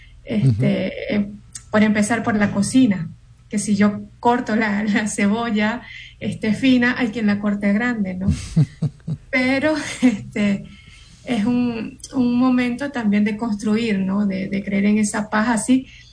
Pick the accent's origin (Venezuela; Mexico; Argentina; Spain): Venezuela; now in Dominican Republic; Por ejemplo, yo soy venezolana. Yo vivo en una comunidad, yo soy una laica consagrada, como bien decía Zenaida, de la Iglesia Católica, y estoy acá en República Dominicana por el movimiento.